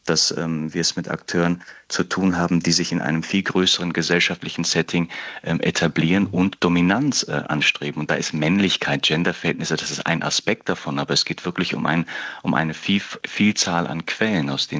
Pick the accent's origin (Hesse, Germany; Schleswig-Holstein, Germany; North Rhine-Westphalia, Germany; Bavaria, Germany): Hesse, Germany; born there; moved away as an adult; now in Berlin, Germany; Ich bin gebürtiger Hesse und lebe seit mehreren Jahren in Berlin, habe hier studiert